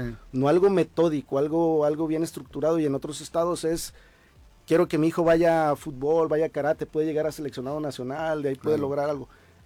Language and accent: Spanish; Colima, Mexico; Yo así lo hacía en mi niñez, yo vivía en el Diezmo